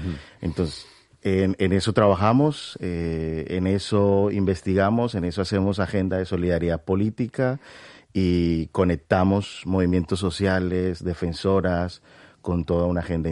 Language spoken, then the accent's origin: Spanish; Colombia; now in Spain; yo tengo pues la doble nacionalidad, soy colombiano, pero también tengo la nacionalidad del Estado español